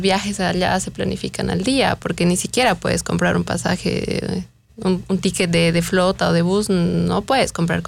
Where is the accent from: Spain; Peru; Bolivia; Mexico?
Bolivia; now in France; yo soy boliviana y yo tenía algún conocimiento europeo.